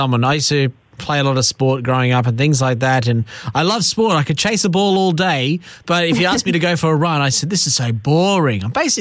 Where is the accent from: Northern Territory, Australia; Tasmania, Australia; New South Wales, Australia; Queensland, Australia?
Queensland, Australia; Middlemount; moved away; You're in my hometown of Middlemount.